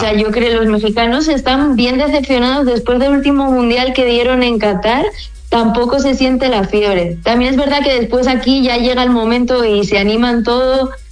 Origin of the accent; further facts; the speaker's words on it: Gijón, Asturias, Spain; also born or lived in Madrid; Soy asturiana, solo que llevo aquí ya 4 años y ya tengo una mezcla de acentos, pero soy asturiana, viví muchos años en Madrid y ahora aquí